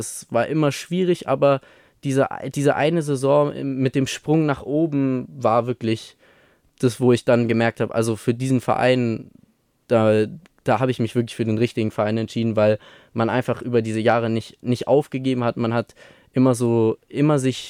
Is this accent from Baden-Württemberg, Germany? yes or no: yes; Stuttgart, Baden-Württemberg, Germany; born there; Also ich bin tatsächlich, auch wenn wir irgendwo im Nirgendwo im Ausland waren, bin ich in Stuttgart geboren worden.